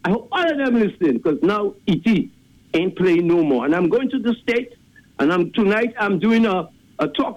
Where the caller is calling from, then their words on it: St. Lucia; Where are you from, …? I say, St. Lucia.